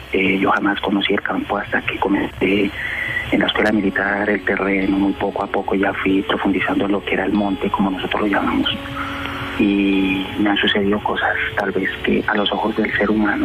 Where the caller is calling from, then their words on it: Bogotá, Colombia; Bogotá, señor.